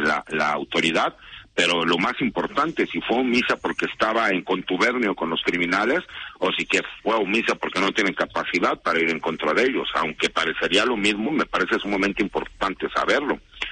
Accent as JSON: {"language": "Spanish", "country": "Mexico", "said": "Y eso yo lo exigiría como ciudadano mexicano."}